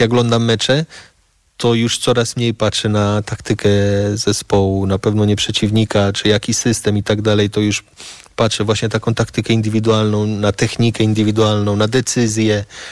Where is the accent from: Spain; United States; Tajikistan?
Spain; jak ja się wychowałem w Hiszpanii, i mi jak grałem w piłkę, jako dzieciak, jako starszy zwracali mi na to uwagę